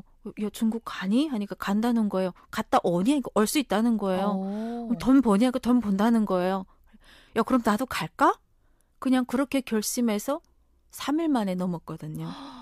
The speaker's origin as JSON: {"language": "Korean", "region": "North Hwanghae", "country": "North Korea", "lives_now": "South Korea", "said": "지금 남한에 정착 한 달 차인 황해도에서 온"}